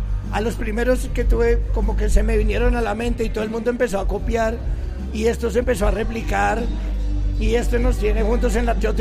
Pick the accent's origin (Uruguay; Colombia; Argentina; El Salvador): Colombia; Pereira, Risaralda; mi corazón sigue palpitando en mi tierra y mi gente es Pereira, Armenia, Manizales, todos los alrededores, el Valle del Cauca, porque finalmente los pereiranos somos más cercanos al valle que a Antioquia.